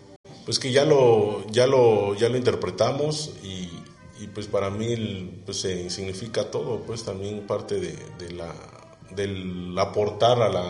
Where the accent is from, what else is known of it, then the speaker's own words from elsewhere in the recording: Oaxaca, Mexico; como jojeños o como oaxaqueños